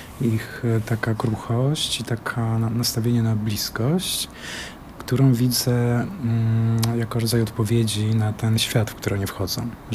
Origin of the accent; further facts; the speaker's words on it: Ostrowiec Świętokrzyski, Świętokrzyskie Voivodeship, Poland; jakby dla mnie też to było doświadczenie tego wstydu pochodzenia, kiedy zdawałem tutaj na historię sztuki przyjechałem z Ostrowca Świętokrzyskiego w ogóle i nocnym pociągiem na ten egzamin tutaj.